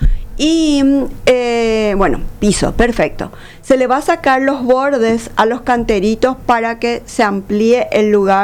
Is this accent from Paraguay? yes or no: yes; Paraguay; ahí está nuestro nacimiento como paraguayos